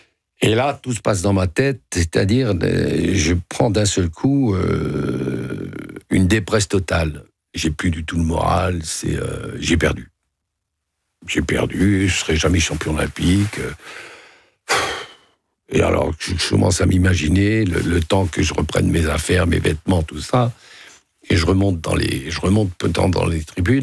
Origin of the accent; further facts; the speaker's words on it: Oignies, Hauts-de-France, France; born there; Oigny, Pas-de-Calais, ouais. O-I-G-N-I-E-S.